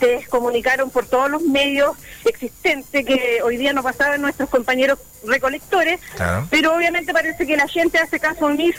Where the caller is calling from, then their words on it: Coronel, Biobío, Chile; De acá del sector de Cruz Mora, Villamora, Coronel